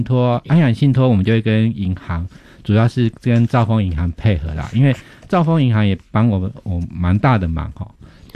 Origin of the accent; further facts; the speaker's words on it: Taiwan; 我发现其实我们台湾人常常忽略掉一个东西